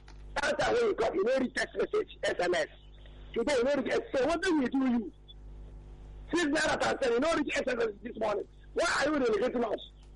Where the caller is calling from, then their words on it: Tobago, Trinidad & Tobago; It's Tobago.